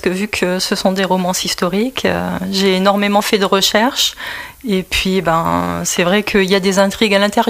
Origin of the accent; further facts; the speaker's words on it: France; also born or lived in Clermont-Ferrand; now in Crevant-Laveine, France; je suis originaire d'Orsay. J'ai fait mes études à Clermont-Ferrand